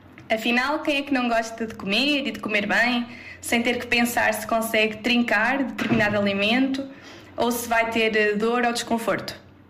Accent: Cabanas de Viriato, Centro, Portugal; also born or lived in Coimbra; Sou natural de Cabanas de Viriato, uma vila não muito distante daqui.

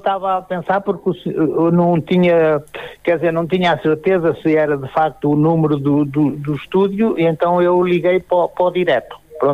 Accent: Vila Nova de Poiares, Centro, Portugal; moved away; para a Vila Nova de Poiares, para a minha família, de onde sou oriundo.

